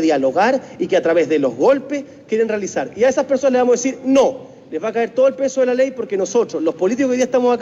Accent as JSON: {"language": "Spanish", "country": "Chile", "said": "Correspondía como cualquier chileno, y vamos a esperar como cualquier chileno también"}